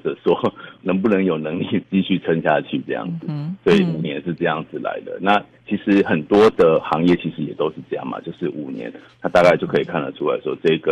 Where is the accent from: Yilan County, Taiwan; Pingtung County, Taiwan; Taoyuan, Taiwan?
Pingtung County, Taiwan; Pingtung; moved away as an adult; now in Kaohsiung, Taiwan; 因为我是海丰长大的小孩嘛，那从小到大这40可以说40年来，其实我们那边没有一个正规的书店，甚至于我常在说连一间所谓的文具行都没有